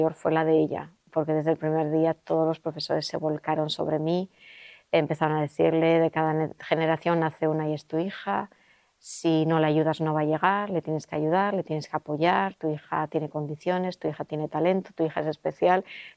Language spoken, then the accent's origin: Spanish; Zumaia, Basque Country, Spain; yo soy de Zumaya, un pueblo que hoy en día tiene 10.000 habitantes y en la época ni eso.